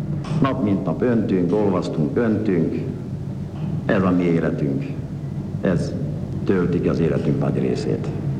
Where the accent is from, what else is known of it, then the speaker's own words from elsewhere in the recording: Miskolc, Borsod-Abaúj-Zemplén, Hungary; igen-igen öreg városunk volt, hiszen én itt nőttem föl. Azt a régi öreg Miskolcot ismerjük, és mi magunk is, akik itt élünk is